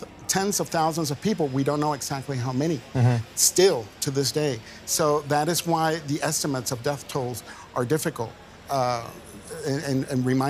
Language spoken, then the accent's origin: English; Caracas, Capital District, Venezuela; moved away; I'm from there. I was born and raised in Caracas. And actually, that part of Caracas, which is Los Palos Grandes, is one of the most affluent neighborhoods in Caracas.